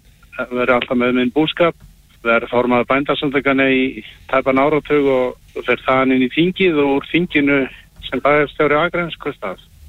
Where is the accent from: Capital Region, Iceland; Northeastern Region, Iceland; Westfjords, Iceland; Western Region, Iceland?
Western Region, Iceland; Hvalfjarðarsveit; Þetta mín heimasveit og ég hafði bara metnað fyrir því að fara og bjóða mig fram mína krafta í minni heimasveit